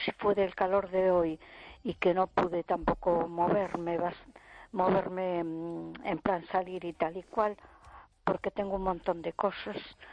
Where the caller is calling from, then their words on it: A Coruña, Galicia, Spain; de Coruña.